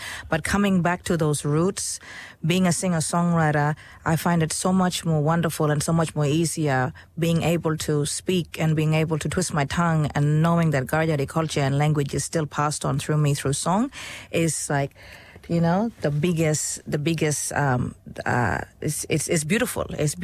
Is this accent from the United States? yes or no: no; Halls Creek, Western Australia, Australia; because I grew up in Halls Creek, but I'd always go back home to Bidjeringa and to Block and Majumul Maya